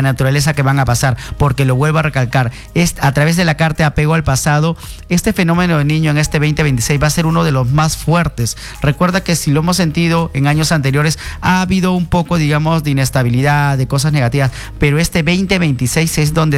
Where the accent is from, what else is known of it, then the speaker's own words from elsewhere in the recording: Peru; a nosotros como peruanos